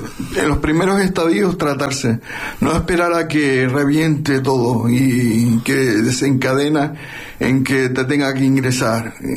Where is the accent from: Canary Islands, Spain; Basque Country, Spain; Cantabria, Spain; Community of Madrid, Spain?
Canary Islands, Spain; Lanzarote; porque yo soy de aquí de Lanzarote